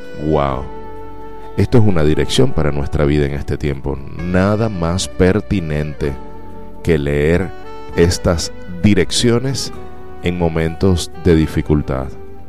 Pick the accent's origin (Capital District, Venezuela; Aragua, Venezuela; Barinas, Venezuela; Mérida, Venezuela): Mérida, Venezuela; moved away; mi tierra maravillosa, en Mérida, en el pueblito de allá en Mucuchíes, tierra llena de gracia